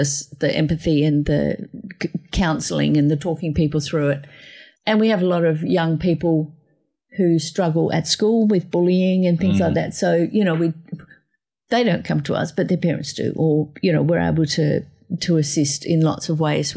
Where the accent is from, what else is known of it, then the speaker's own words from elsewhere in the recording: Australia; born there; I'm actually thankful I was born in Australia.